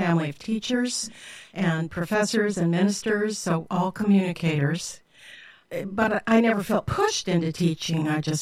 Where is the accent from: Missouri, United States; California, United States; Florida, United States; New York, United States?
California, United States; San Diego; also born or lived in Midwest; And so I feel that I grew up in San Diego, even though I'm Midwestern born. I'm a Midwesterner. And I went to school in San Diego from second grade on.